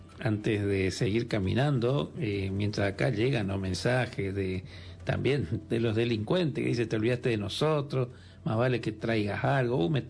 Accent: Itatí, Corrientes, Argentina; born there; moved away; mi lugar en el mundo, que es Itatí

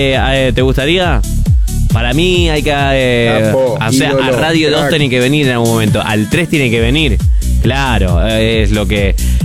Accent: Gualeguaychú, Entre Ríos, Argentina

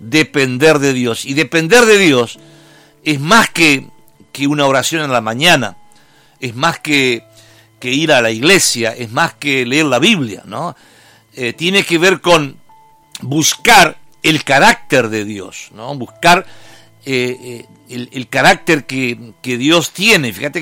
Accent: Argentina

